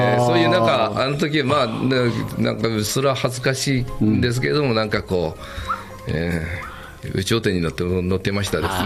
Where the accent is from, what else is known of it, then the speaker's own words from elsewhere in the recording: Nikaho, Akita, Japan; 私あの出身が仁賀保市の、うん、この浦というところ